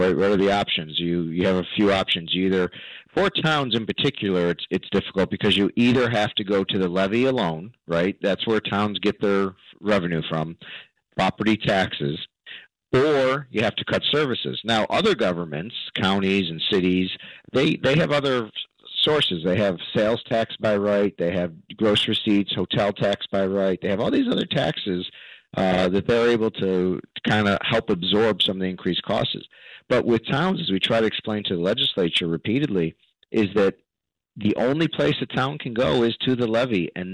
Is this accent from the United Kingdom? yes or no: no; Glenville, New York, United States; born or raised there